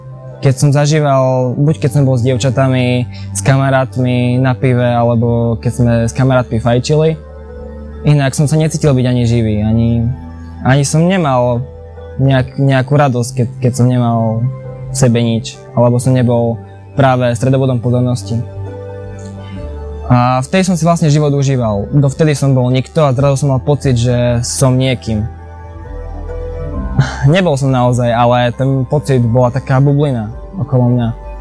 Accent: Košice, Košice Region, Slovakia; mám 17 rokov, pochádzam z Košíc

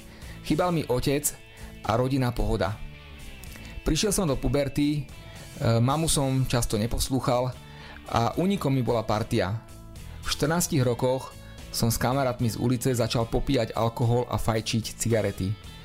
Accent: Bratislava, Bratislava Region, Slovakia; born there; a mám 38 rokov. Narodil som sa v Bratislave.

